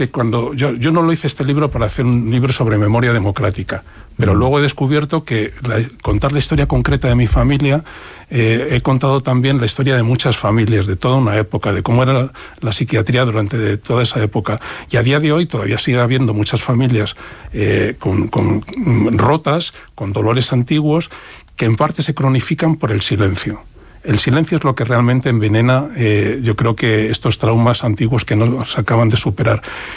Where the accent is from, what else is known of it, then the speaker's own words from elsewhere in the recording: Madrid, Community of Madrid, Spain; born there; siguiente de casarse a Madrid, al barrio de Usera, que es donde yo nací, muy orgulloso de nacer allí en Usera.